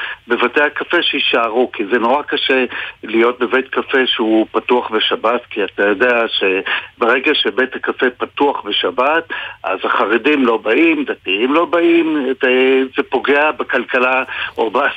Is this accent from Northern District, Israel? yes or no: no; Jerusalem, Jerusalem District, Israel; אנחנו ירושלמים